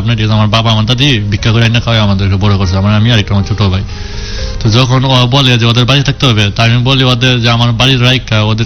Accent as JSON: {"language": "Bangla", "town": "Kendua", "region": "Mymensingh Division", "country": "Bangladesh", "tie": "born or raised there", "said": "নেত্রকোণাতে কেন্দ্র থানা, ওই জায়গা থেকে আসছে। বলতে আমার ছোট থাকতে জন্ম হয়ে আমার মায়ের 9 মাসের তোয়া আমার দাদির কাছে রাইকা চলে গেছিল বলতে গার্মেন্টসে।"}